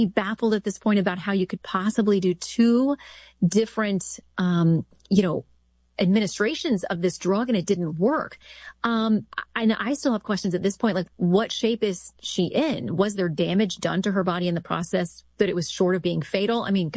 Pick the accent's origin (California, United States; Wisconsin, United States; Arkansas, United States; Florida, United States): Florida, United States; I'm from Florida. Our electric chair is very famous down there.